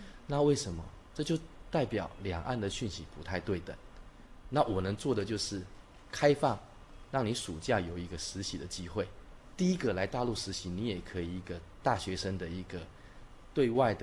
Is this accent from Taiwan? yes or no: yes; Taiwan; 我们台湾人